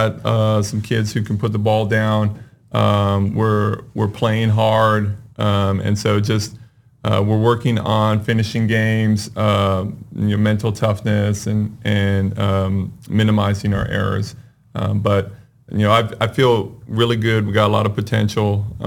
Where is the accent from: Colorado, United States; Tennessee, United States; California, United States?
California, United States; So I grew up in California, and I played in high school.